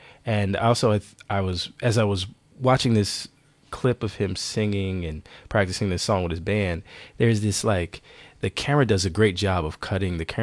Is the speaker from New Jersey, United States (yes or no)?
yes; New Jersey, United States; So I grew up in New Jersey, but in the summers we'd go back and forth to South Carolina.